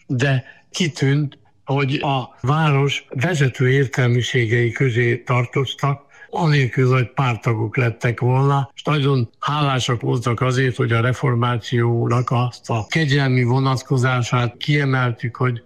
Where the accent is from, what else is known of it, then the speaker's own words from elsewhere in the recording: Lébény, Győr-Moson-Sopron, Hungary; born there; én lébényi születésű vagyok Győr megyében.